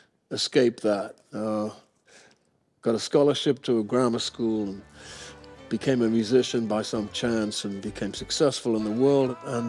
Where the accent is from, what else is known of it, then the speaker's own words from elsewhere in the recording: Tyneside, North East England, United Kingdom; moved away; I was born on Tyneside, right next to a shipyard.